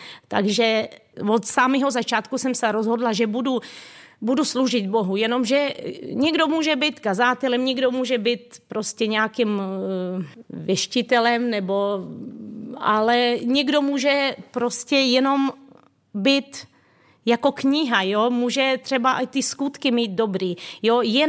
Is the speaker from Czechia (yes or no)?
no; Ukraine; now in Czech Republic; jsem původem z Ukrajiny